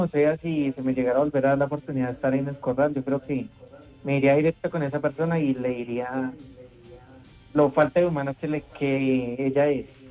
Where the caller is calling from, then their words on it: Bogotá, Colombia; Estoy acá en Kennedy